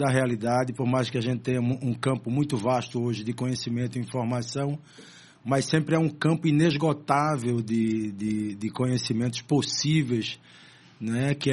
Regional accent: Recife, Pernambuco, Brazil; Eu sou do Recife, né? Nasci no Poço da Panela, que é um bairro aqui histórico do Recife, né? Da cidade do Recife, em 1961. Né? Aí, então, nos anos 60, né? Eu estou agora com 65 anos.

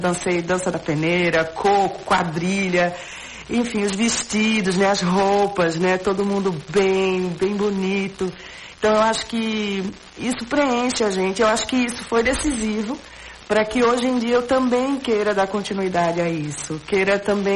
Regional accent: Limoeiro, Pernambuco, Brazil; eu sou lá de Limoeiro, passei a minha infância, a minha juventude lá

